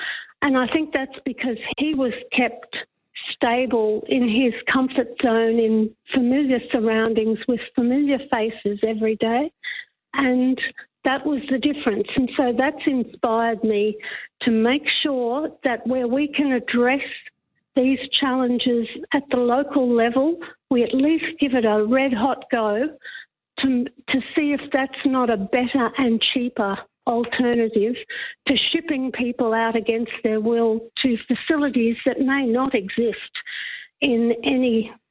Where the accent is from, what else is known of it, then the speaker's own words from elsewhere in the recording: Kilkivan, Queensland, Australia; moved away as an adult; Well, I'm born and bred in Kilkeven 69 years ago. Mm-hmm. And I couldn't wait to get out of the area when I was 17. I wanted to see the world. And then in my early 40s, I came back.